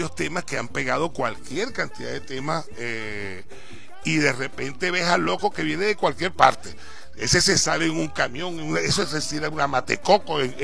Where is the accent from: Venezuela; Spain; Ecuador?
Venezuela; Maracaibo, Zulia; Esta agrupación nació en el 18 de octubre, un sector en Maracaibo, cerca de Tierra Negra, de mi tierrita natal, ahí cerquita. Somos vecinos del 18 de octubre.